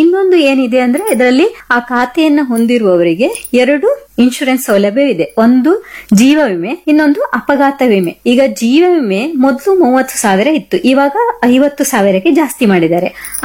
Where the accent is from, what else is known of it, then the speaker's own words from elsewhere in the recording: Karnataka, India; ಓಡಿ ಅಂತ ಹೇಳಿದ್ರೆ ನಾವೆಲ್ಲ ಅಪ್ಪಟ ಕನ್ನಡಿಗರು ಅಲ್ವಾ, ಅಪ್ಪಟ ಕನ್ನಡಿಗರು ನಾವು